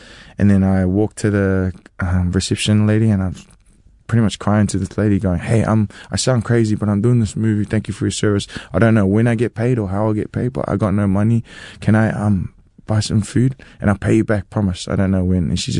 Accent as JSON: {"language": "English", "town": "Waitara", "region": "Taranaki", "country": "New Zealand", "said": "I'm a kid from Waitara, you know, you kind of just figure it out as you go along."}